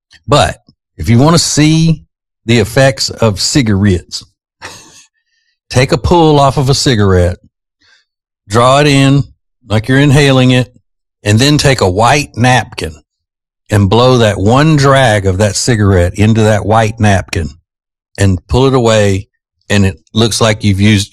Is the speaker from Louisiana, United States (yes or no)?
yes; Winfield, Louisiana, United States; the way a lot of people in my hometown of Winfield, Louisiana, pronounce it